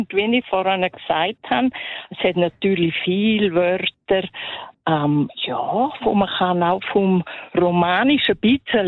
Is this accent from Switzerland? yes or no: yes; Graubünden, Switzerland; Also ich bin in Engadin aufgewachsen und da hat man zuerst in der Schule nur Romanisch, aber mein Vater hat Deutsch geredet und meine Mutter Romanisch